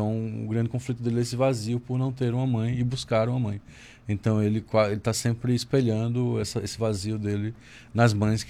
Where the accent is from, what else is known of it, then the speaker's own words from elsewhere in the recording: Arapiraca, Alagoas, Brazil; Eu nasci e cresci em Arapiraca.